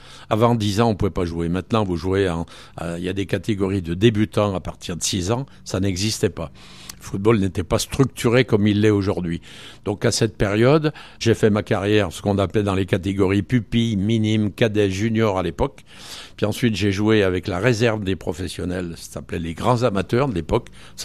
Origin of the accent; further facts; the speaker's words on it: L'Étrat, Auvergne-Rhône-Alpes, France; born there; Non, je suis né ici à l'Étrat.